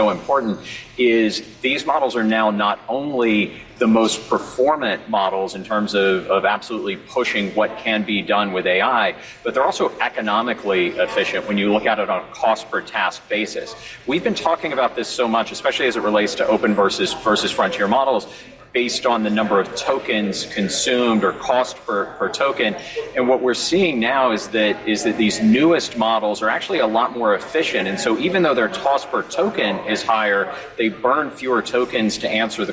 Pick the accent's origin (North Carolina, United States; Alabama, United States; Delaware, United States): Alabama, United States; born or raised there